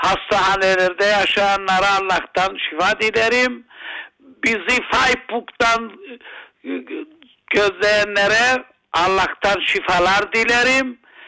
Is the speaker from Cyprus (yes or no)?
yes; Larnaca District, Cyprus; born there; now in Yeni Boğaziçi (Ayios Sergios), Cyprus; Ben benim köyüm eski köyüm Aytotoru Yeni Boğaziçi. Şimdi benim yeni köyüm yeni Ayasergi Yeni Boğaziçi.